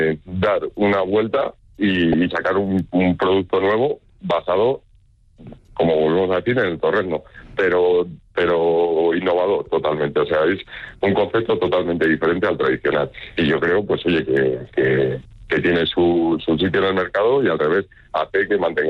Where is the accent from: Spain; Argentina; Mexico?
Spain; Navaleno, Castile and León; ya hablando de mi pueblo, de Navaleno, pues es un pueblo muy bonito.